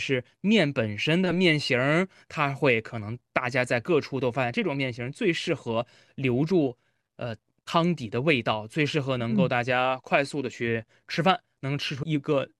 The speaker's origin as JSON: {"language": "Chinese", "region": "Shanxi", "country": "China", "tie": "born or raised there", "moved": "yes", "said": "我是山西人，我们山西人会吃的一道菜叫猫耳朵。"}